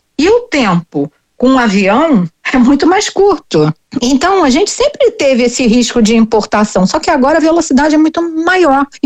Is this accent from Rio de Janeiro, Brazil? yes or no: yes; Rio de Janeiro, Brazil; Eu, por exemplo, sou do Rio e nós não temos essa orientação.